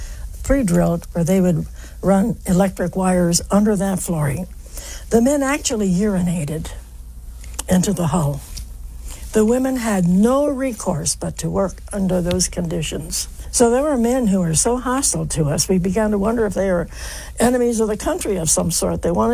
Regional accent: West Virginia, United States; born there; And I said, well, I was born in West Virginia

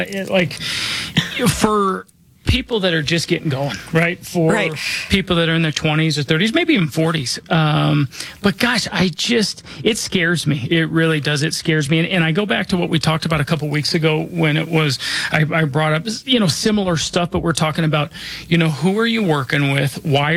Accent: Denver, Colorado, United States; I was born and raised here in Denver.

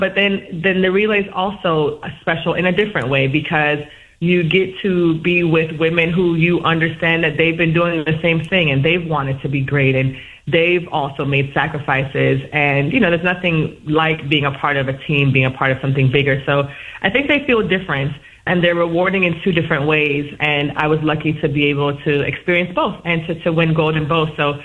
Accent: Kingston, Jamaica; born there; I was born in Kingston, Jamaica, where track and field was the most popular sport.

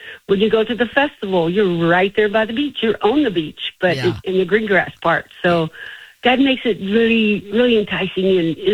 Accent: Alabama, United States; I was raised in Alabama

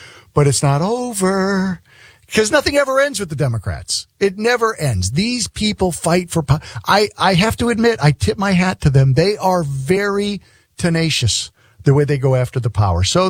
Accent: New England, United States; I'm from originally from New England.

